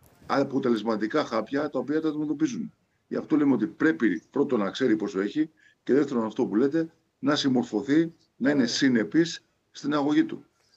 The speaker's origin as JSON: {"language": "Greek", "town": "Kalamata", "region": "Peloponnese", "country": "Greece", "said": "Στην Καλάματα είμαι εδώ, έχουμε ένα συνέδριο και είχαμε εδώ. Είμαι από Καλάματα σας."}